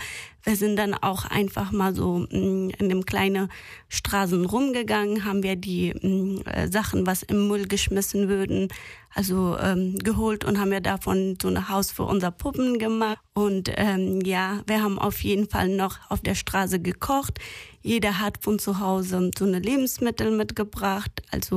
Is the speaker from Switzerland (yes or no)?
no; Afghanistan; German is a second language; now in Germany; also ich komme aus Afghanistan und lebe seit fast 9 Jahren hier in Deutschland.